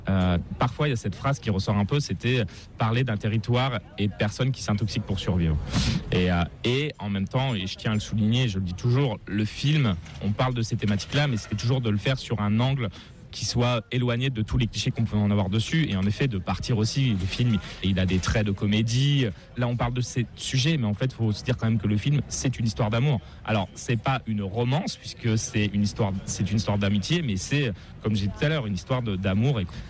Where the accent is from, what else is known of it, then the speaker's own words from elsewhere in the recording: Grand Est, France; moved away as an adult; also born or lived in Paris; j'ai grandi à côté des poubelles nucléaires. Ça n'a jamais été un sujet. Ça a commencé à devenir un sujet quand en fait je suis parti moi de la Haute-Marne faire mes études à Paris.